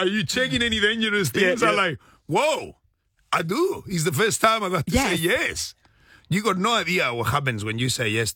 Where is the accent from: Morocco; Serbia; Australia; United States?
Australia; I'm Australian citizen, I promise. I got my papers.